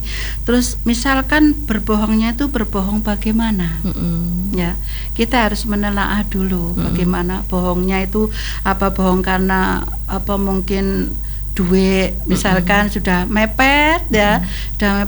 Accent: Indonesia; karena saya juga orang Tawang Gede.

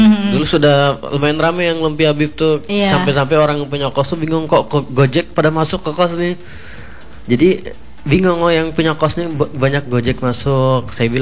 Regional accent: Palangka Raya, Central Kalimantan, Indonesia; born there; also born or lived in Banjarmasin; saya lahirnya di Palangka. Jadi keturunan Banjar, keturunan Dayak tuh enggak ada sebenarnya.

